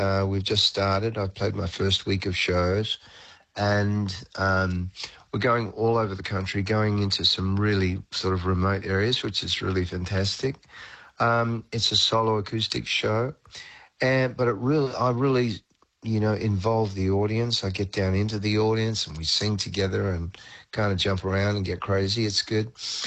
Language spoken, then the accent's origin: English; Australia; I tell a lot of stories about my sort of history growing up in Australia and all of that.